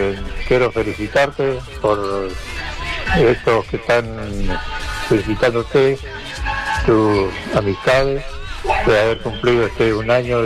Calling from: Carmen de Patagones, Buenos Aires Province, Argentina; de Carmen de Patagones, provincia de Buenos Aires.

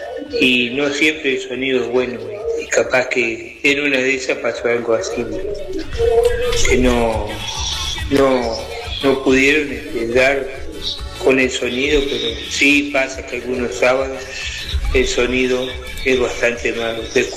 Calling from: Viedma, Río Negro, Argentina; te hablo desde Viedma

